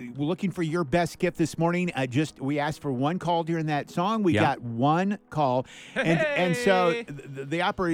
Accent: the South, United States; accent: southern; now in Minnesota, United States; say her name with your southern accent, because I'm from the South. I don't talk like I am sometimes, but sometimes I do.

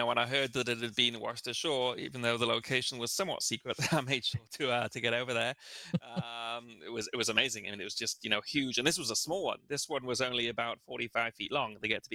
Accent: England, United Kingdom; moved away as an adult; now in Israel; growing up in England, I did not have these animals. And moving to Israel

